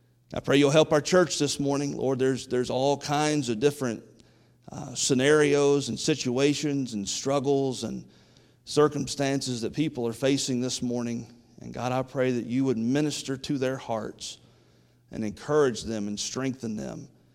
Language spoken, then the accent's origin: English; United States; I'm just an American American.